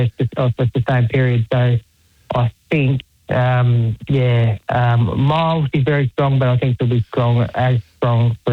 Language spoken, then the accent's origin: English; Australia; born there; also born or lived in Birchip; I was born in Menang.